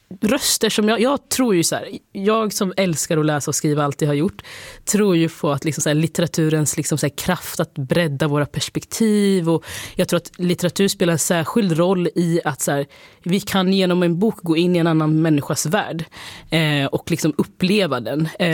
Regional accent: Linköping, Östergötland, Sweden; Jag är ju från Linköping

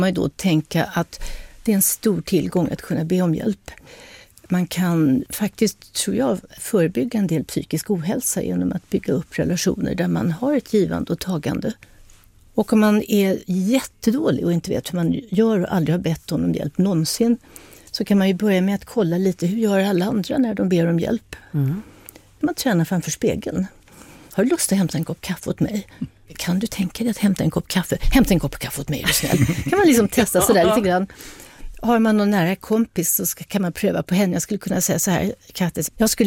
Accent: Addis Ababa, Ethiopia; Åtminstone under den tid som jag växte upp, vi bodde i Addis Abeba.

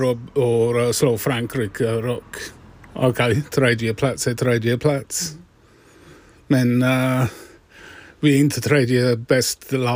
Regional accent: Windsor, South East England, United Kingdom; Swedish is a second language; moved away as an adult; now in Halmstad, Sweden; from Windsor in England.

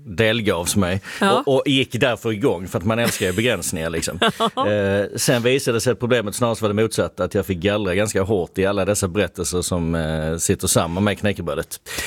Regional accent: Skåne, Sweden; Jag kommer från Skåne

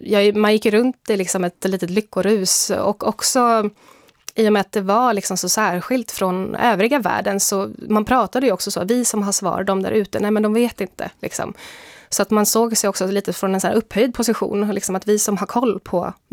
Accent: Sweden; jag var mormon för jag var svensk

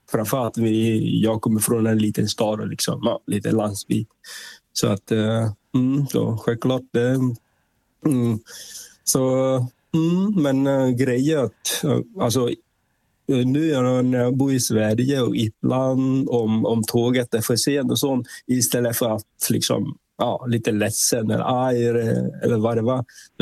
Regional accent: Vietnam; Swedish is a second language; now in Sweden; för jag är från Vietnam, det är mitt ursprungliga land.

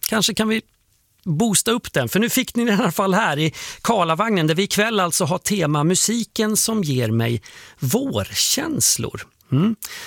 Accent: Skövde, Västra Götaland County, Sweden; Ja, jag är från Skövde.

